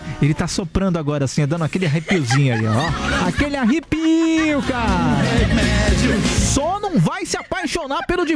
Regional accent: Corumbá, Mato Grosso do Sul, Brazil; el, bom dia, sou de Corumbá.

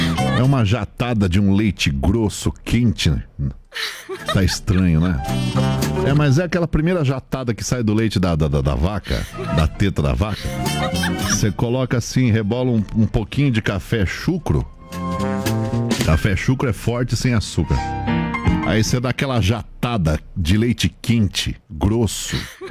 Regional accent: São Paulo, Brazil; also born or lived in Lages; mas eu sou de Lages, né? Então eu sempre achei Santa Catarina muito parada. Eu ia, meu pai morava aí, eu ia visitar meu pai, eu, cara, ficava uma semana aí, ficava desesperado pra voltar. Imagina, morava em São Paulo, crescendo em São Paulo.

